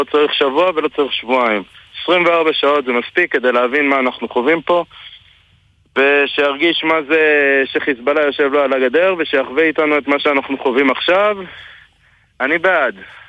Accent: Kiryat Shmona, Northern District, Israel; born there; now in Misgav Am, Israel; אני יליד קריית שמונה.

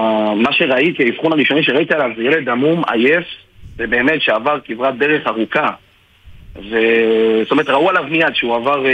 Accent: Ashdod, Southern District, Israel; אני מאשדוד.

